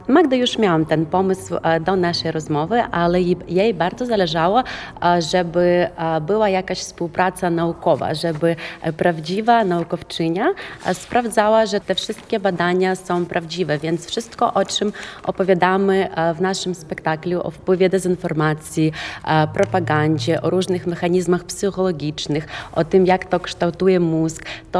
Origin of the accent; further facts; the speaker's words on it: Ukraine; Polish is a second language; now in Berlin, Germany; Jestem neuronaukowczynią z Ukrainy, która pracuje w jednym z największych szpitalów Europy i prowadzę kliniczne badania nad mózgiem.